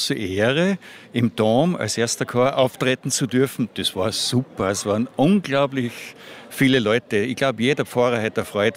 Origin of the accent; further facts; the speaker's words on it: Styria, Austria; wir kommen nicht aus Graz. Graz kennt man natürlich, aber man kennt auch Weiz. Weiz. Und wir kommen eigentlich aus der Gegend rund um Weiz.